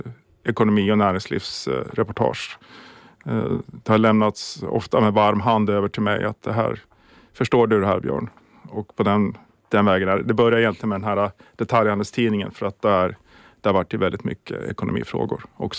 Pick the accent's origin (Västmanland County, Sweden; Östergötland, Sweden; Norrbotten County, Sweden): Västmanland County, Sweden; Sala; moved away as an adult; also born or lived in Västerås / Stockholm / Åland; Jag är född och uppvuxen i Sala. Sen har jag bott i Västerås. Och sen är jag sommarålänning har jag varit då. Så att, men nu har jag flyttat tillbaka till Sala